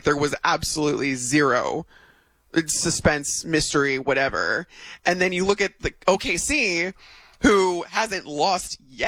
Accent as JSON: {"language": "English", "town": "Chicago", "region": "Illinois", "country": "United States", "said": "I'm from Chicago. I live in Chicago. I'm doing the show from Chicago."}